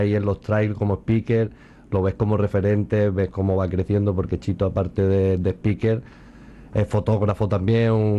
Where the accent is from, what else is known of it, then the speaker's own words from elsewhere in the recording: Atajate, Andalusia, Spain; Yo soy de Atajate